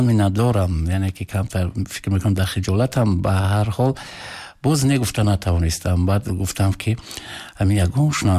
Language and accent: Persian; Afghanistan; born there; من خیلی شکر میگم که در همین خیر وطن به دنیا آمدم